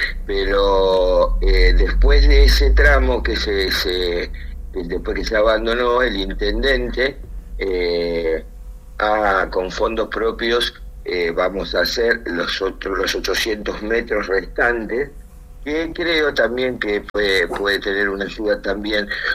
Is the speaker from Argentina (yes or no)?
yes; Ensenada, Buenos Aires Province, Argentina; los que vivimos muchos años en Ensenada y los que nacimos en Ensenada